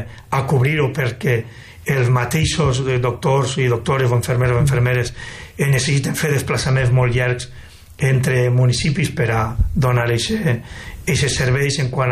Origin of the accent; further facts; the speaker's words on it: Vinaròs, Valencian Community, Spain; born there; Jo soc fill de Guàrdia Civil, vaig néixer en el quartel de Vinaròs, d'aquí, d'esta localitat. Tinc 47 anys